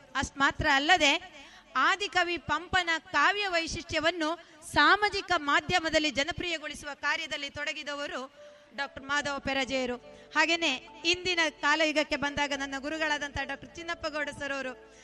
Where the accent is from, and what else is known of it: Dakshina Kannada district, Karnataka, India